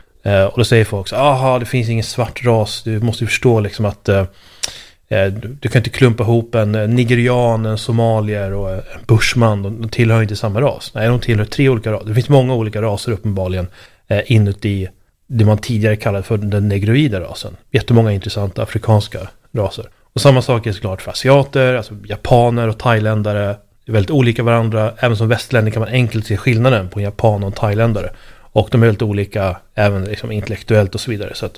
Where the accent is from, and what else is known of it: Sweden